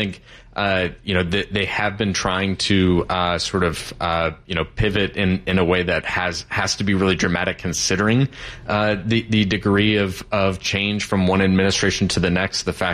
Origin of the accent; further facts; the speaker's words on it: Michigan, United States; I grew up in Michigan, been around these companies a long time.